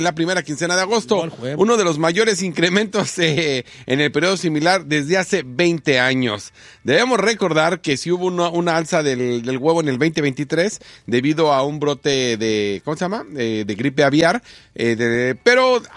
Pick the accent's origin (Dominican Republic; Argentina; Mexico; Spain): Mexico; Sí está chido porque somos mexicanos. Sí, soy mexicano, usted es mi banda.